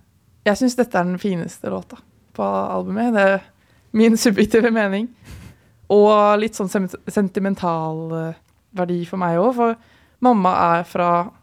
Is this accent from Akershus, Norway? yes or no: yes; Asker, Akershus, Norway; siden jeg er fra Asker, der det ikke er så mye folkemusikk